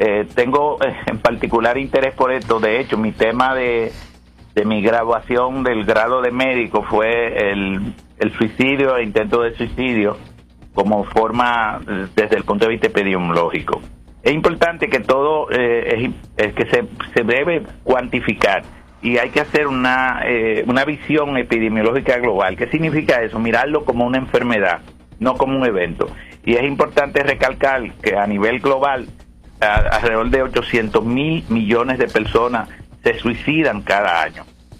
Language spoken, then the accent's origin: Spanish; Dominican Republic; moved away; para nosotros como migrantes en sentido general y como dominicanos en particular